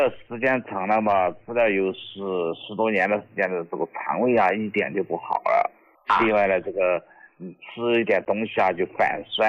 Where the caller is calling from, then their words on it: Jintang, Sichuan, China; 哎，我来自四川成都金堂县的